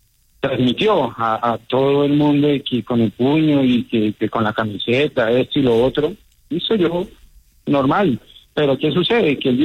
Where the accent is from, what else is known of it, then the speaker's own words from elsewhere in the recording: Colombia; Entonces, todos somos colombianos.